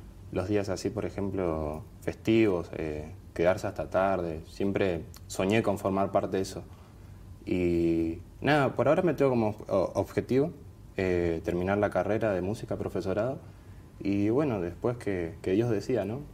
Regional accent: Isidro Casanova, Buenos Aires Province, Argentina; Yo soy del municipio de La Matanza, de la localidad de Isidro Casanova.

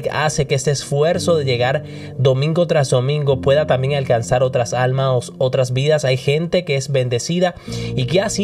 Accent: Puerto Rico; now in Minnesota, United States

